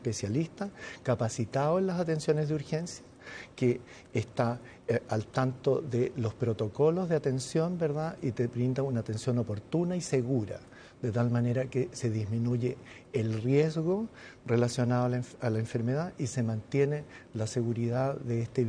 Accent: Chile; como población chilena por lo menos estamos profundamente afectados en términos metabólicos

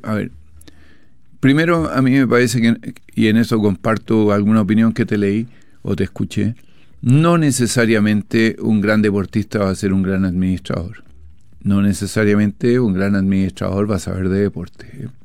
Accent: Antofagasta, Chile; yo soy de Antofagasta, como usted bien sabe

